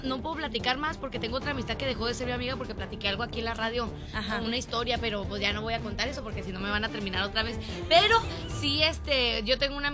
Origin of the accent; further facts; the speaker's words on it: Veracruz, Mexico; Pues yo soy de Veracruz, de la zona norte del estado de Veracruz.